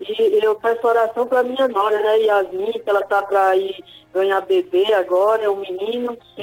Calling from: Natal, Rio Grande do Norte, Brazil; De Natal, Rio Grande do Norte

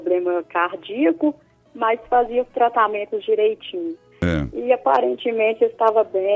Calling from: Sete Lagoas, Minas Gerais, Brazil; Sete Lagoas, Minas Gerais.

